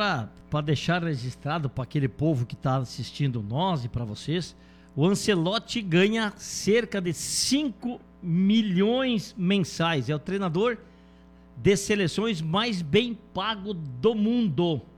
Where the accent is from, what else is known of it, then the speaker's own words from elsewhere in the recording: Brazil; Infelizmente, a gente é brasileiro, né? A gente gosta do Brasil